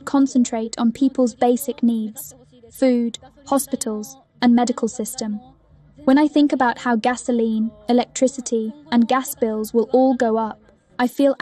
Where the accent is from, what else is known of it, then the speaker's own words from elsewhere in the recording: Shizuoka, Japan; My hometown is in Shizuoka Prefecture. By the time I realized what was happening, Japan's self-defense forces had already deployed weapons and missiles there.